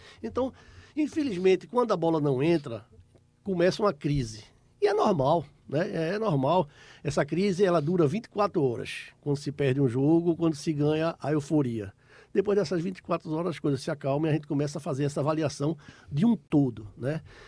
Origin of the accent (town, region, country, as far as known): Pernambuco, Brazil